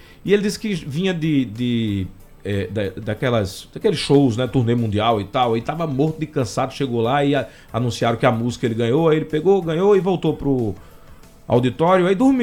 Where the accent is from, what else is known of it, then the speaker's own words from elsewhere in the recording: Recife, Pernambuco, Brazil; eu sou nascido e criado no Rosarinho.